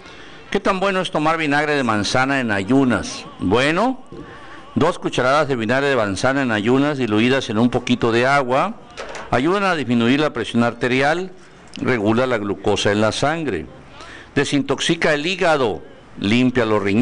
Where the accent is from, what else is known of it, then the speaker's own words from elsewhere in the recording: José María Pino Suárez, Chiapas, Mexico; mi querido pueblo José María Pino Juárez